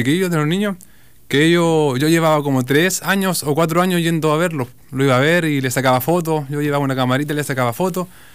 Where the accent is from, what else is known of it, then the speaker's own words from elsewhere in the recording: Lota, Biobío, Chile; Yo de la población 21 de mayo, Vengo del Club 21 de Mayo.